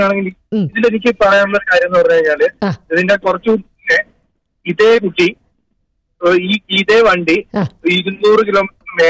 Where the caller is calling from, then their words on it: Kozhikode, Kerala, India; എന്റെ നാട് കോഴിക്കോടാണ്.